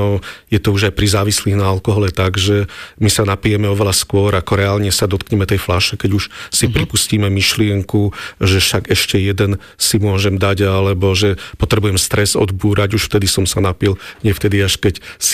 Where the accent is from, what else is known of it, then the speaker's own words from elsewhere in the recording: Bratislava, Bratislava Region, Slovakia; v Lamači, odkiaľ pochádzam